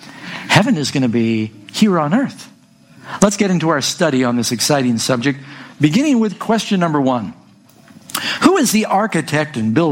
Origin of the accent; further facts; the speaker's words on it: New York City, New York, United States; Because I grew up in New York City, big city.